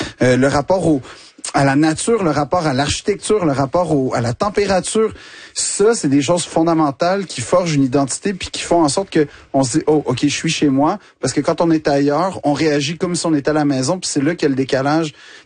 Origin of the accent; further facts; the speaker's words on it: Montreal, Quebec, Canada; Moi, j'ai grandi dans l'Ouest Island. Puis, ce qui veut dire que j'ai probablement grandi dans ce qui est le bastion anglophone du Québec, carrément.